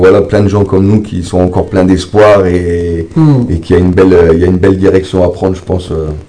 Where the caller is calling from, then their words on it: Païta, South Province, New Caledonia; Je viens de Payta.